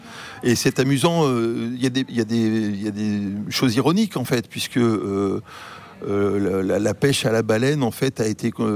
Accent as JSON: {"language": "French", "country": "Martinique", "tie": "born or raised there", "said": "Comme on disait, moi j'ai grandi à la Martinique et j'y retourne régulièrement"}